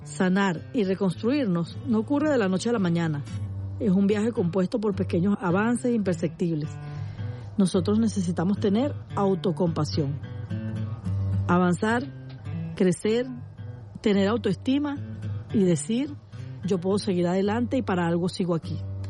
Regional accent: Venezuela; En vez de estarnos preguntando como venezolanos, ¿por qué a nosotros?

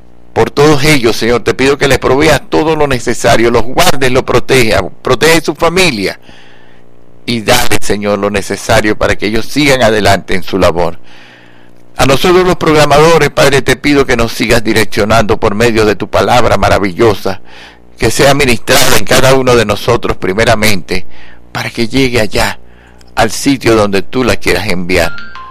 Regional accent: Venezuela; Por eso mi tierra, Venezuela, te pertenece.

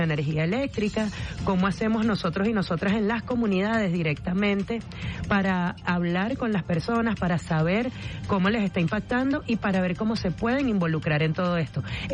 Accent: Los Teques, Miranda, Venezuela; Además, yo soy de allá de Los Teques

